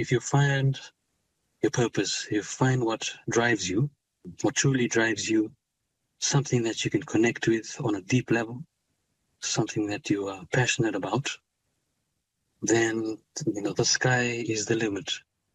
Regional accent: Fiji; also born or lived in Vanua Levu; back to my roots, back to my homeland in Bono Levu. I spent much of my time growing up in Viti Levu, the other island near Suva. So myself and my family, we were often away from our homeland

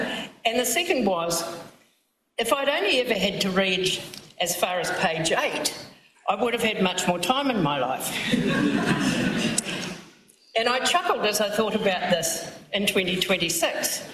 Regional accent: Taupiri, Waikato, New Zealand; also born or lived in Ngāruawāhia; I was born in Ngārua Wahia, and I spent the first 14 years of my life in Taupiri. So Taupiri is my mountain, and Waikato is my awa.

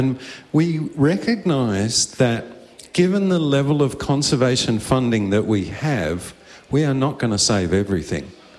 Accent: Australia; now in New Zealand; as an Australian

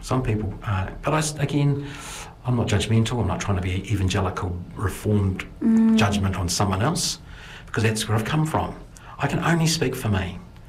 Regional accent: Taranaki, New Zealand; Taranaki.

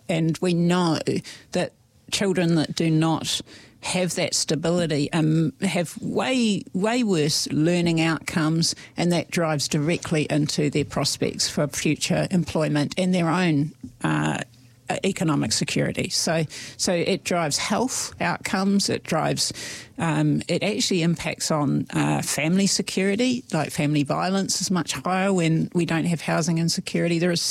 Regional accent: Christchurch, Canterbury, New Zealand; I'd never seen someone that was homeless growing up in Christchurch, and now it's visible.

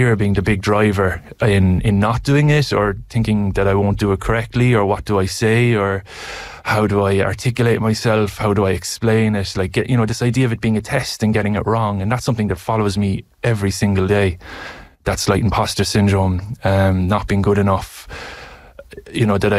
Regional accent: Ireland; accent: Irish; now in New Zealand; As you can tell from my accent, I'm Irish

